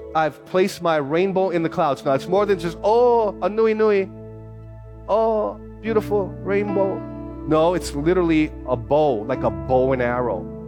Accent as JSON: {"language": "English", "country": "Philippines", "said": "I cannot have the blood. I'm Filipino. I can do that."}